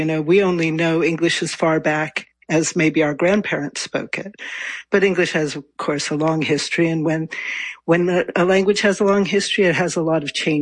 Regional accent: United States; now in United Kingdom; how I feel about it as an American living in Britain, it certainly makes my life easier.

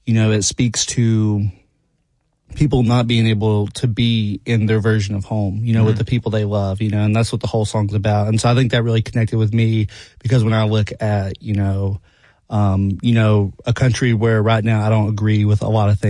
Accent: North Carolina, United States; I grew up in North Carolina. I grew up in Ashe County, North Carolina, in a very rural community.

